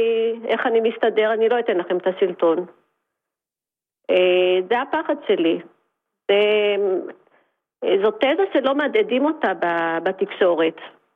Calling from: Tel Aviv, Tel Aviv District, Israel; אני מתל אביב.

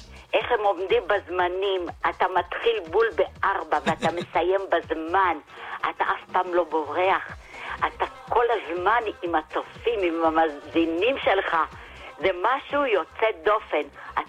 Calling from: Bat Yam, Tel Aviv District, Israel; מבת ים, אני בת 80, סבתא לשמונה נכדים.

